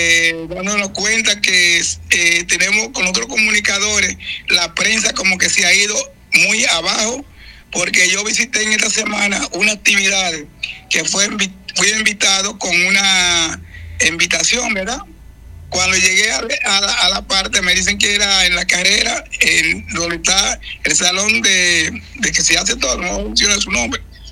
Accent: Santiago, Dominican Republic; soy una figura de Santiago, de República Dominicana.

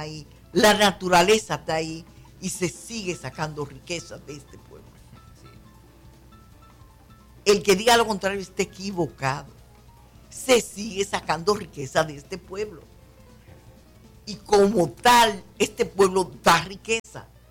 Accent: Mao, Valverde, Dominican Republic; born there; restaurar ser maeño. De donde yo soy, pues si fuera estuviera en Santiago digo otra cosa. Pero es restaurar ser maeño auténtico. No porque yo nací, soy de allá.

